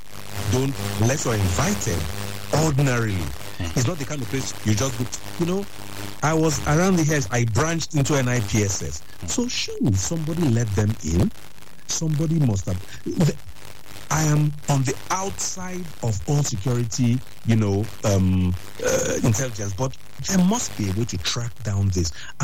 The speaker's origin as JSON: {"language": "English", "country": "Nigeria"}